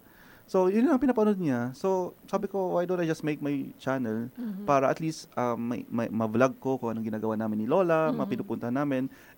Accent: La Trinidad, Benguet, Philippines; also born or lived in Baguio; And I'm from Baguio. So, sige na nga, I'm from La Trinidad. I was born and raised in La Trinidad. Mm-hmm. And I have a house sa Baguio.

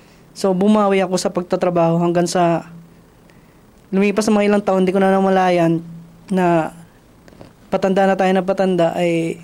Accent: Taguig, Metro Manila, Philippines; also born or lived in Negros Oriental; Dito sa Manila eh. Dito na ako lumaki kasi.

